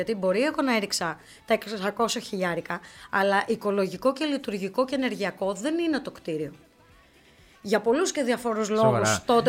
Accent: Alexandroupoli, Eastern Macedonia and Thrace, Greece; Έχω γεννηθεί και έχω μεγαλώσει στην Αλεξανδρούπολη.

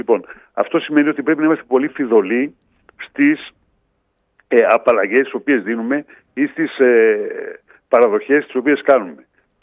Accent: Northern Greece, Greece; εγώ είμαι Βορειοελλαδίτης.

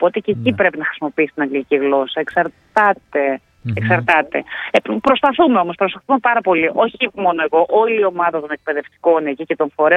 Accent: Orestiada, Eastern Macedonia and Thrace, Greece; moved away as an adult; also born or lived in Thessaloniki; now in Melbourne, Australia; Γεννήθηκα και μεγάλωσα στην Ορεστιάδα και τελείωσα σχολείο. Το τελείωσα εκεί το σχολείο. Δηλαδή, μέχρι και τα 18 ήμουν στην Ορεστιάδα. Μετά έφυγα για σπουδέ στη Θεσσαλονίκη και έμεινα στη Θεσσαλονίκη και μετά Μελβούρνη.

